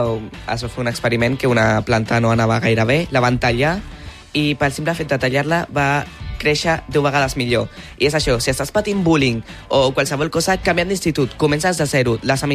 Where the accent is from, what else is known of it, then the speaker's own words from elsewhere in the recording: Chile; jo vinc de Xile, el meu pare és de Xile, no?